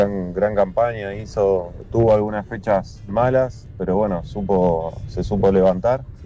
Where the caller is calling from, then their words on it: Longchamps, Buenos Aires Province, Argentina; de Longchamp, simpatizante de Temperley.